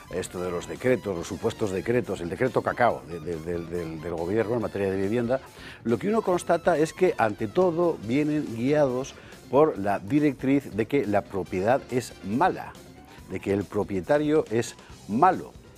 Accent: Spain

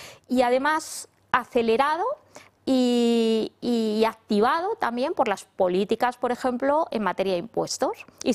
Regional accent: Madrid, Community of Madrid, Spain; lo que somos nosotros los españoles, los madrileños

